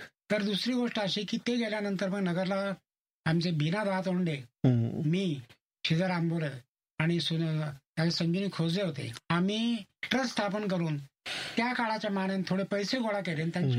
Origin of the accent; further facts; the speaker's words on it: Maharashtra, India; also born or lived in Nevasa; माझं गाव रुद्धेश्वर देवस्थान जवळ